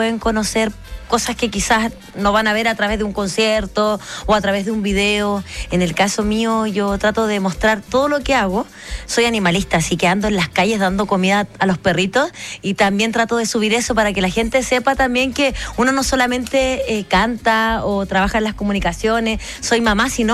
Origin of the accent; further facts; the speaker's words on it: Iquique, Tarapacá, Chile; Bueno, yo soy de Iquique.